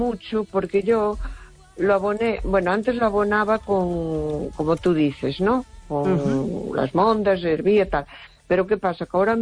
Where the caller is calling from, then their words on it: A Coruña, Galicia, Spain; de Coruña.